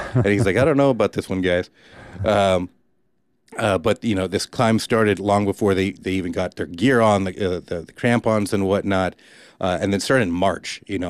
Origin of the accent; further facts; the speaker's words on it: Alaska, United States; I'm originally from South Central Alaska.